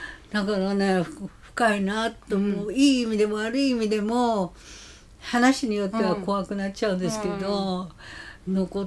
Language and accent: Japanese; Kansai, Japan; まあ私はあの関西出身だから向こう市は実は知らなかったのね。